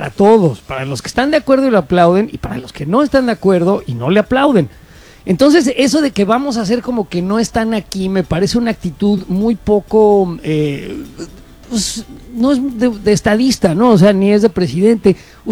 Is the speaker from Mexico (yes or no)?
yes; Mexico; No, tampoco pertenecemos, no somos prianistas, somos mexicanos